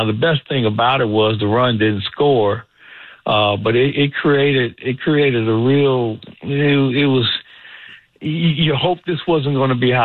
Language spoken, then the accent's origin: English; St. Louis, Missouri, United States; because I grew up in St. Louis, and I had the chance to listen to Harry Carey and Jack Buck and Mike Shannon and John Rooney